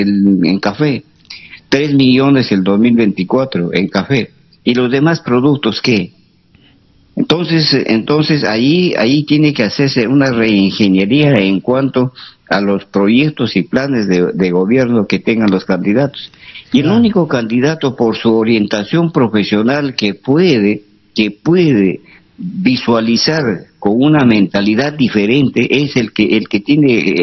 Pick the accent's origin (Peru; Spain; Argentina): Peru; Lamud, Amazonas; born there; now in Bagua Grande, Peru; de mi querida tierra, de la provincia de Utku, perdón, de la provincia de Luya Lamo, porque yo nací en Lamo, soy lamutino de nacimiento. Y ciudadano de Utcubamba, porque mi DNI está en la provincia de Utcubamba, Bagua Grande.